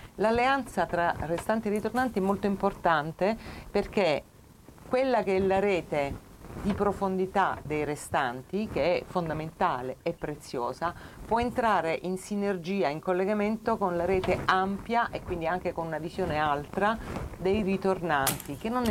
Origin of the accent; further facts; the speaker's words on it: Taranto, Apulia, Italy; also born or lived in Rome; anche io sono ritornata a Taranto, la mia città natale, dopo 40 anni a Roma